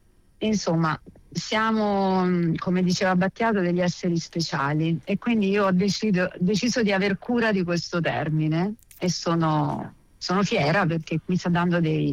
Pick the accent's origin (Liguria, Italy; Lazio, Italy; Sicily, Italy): Lazio, Italy; Rome; io sono una randaggia, sono della Garbatella e sono veramente una ragazzina con gli artigli, ancora mi vedo così.